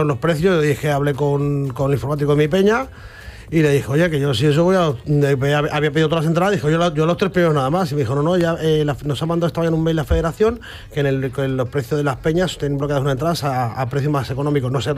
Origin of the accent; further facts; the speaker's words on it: Spain; los españoles somos un poquito sosos con el tema de animar, porque lo somos.